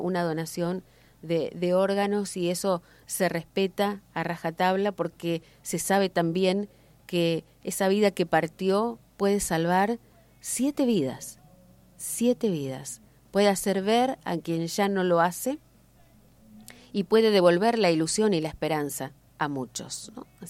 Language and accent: Spanish; Santa Fe, Argentina; para saber quiénes somos, los santafesinos, los argentinos, ¿no?